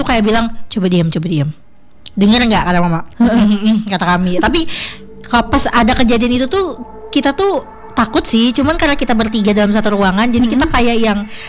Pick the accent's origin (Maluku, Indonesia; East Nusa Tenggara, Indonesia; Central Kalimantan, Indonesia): Central Kalimantan, Indonesia; Sampit; born there; also born or lived in Banjarmasin, South Kalimantan; Lama di Sampit. Oh, iya. Aku sekolah SD, SMP, SMA tuh di Sampit. Terus awalnya pindah ke Sampit itu aku seneng kan, karena wih ngerantau nih